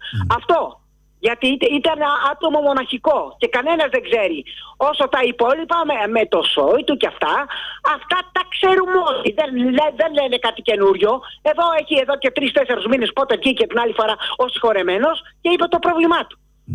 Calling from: Lefkada, Ionian Islands, Greece; accent: Lefkadian; Θα το πω τη Λευκαδίτικα, επειδή είμαι από τη Λευκάδα.

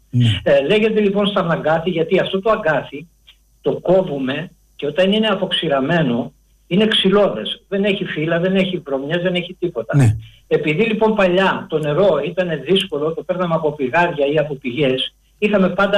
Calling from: Vilia, Attica, Greece; also born or lived in Crete; Είμαι από το Βιλιά. Κατάγομαι από την Κρήτη βέβαια.

